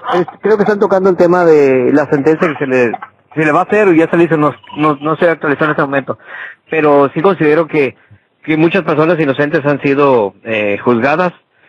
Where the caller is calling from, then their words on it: General Escobedo, Nuevo León, Mexico; desde Escobedo, Nuevo León, para todo el mundo.